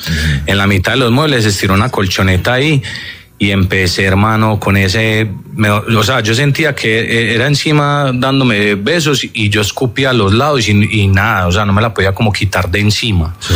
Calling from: Medellín, Antioquia, Colombia; De Medellín, de aquí de Cabañas.

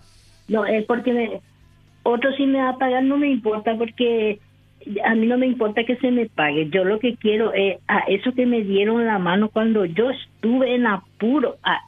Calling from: Ñemby, Central, Paraguay

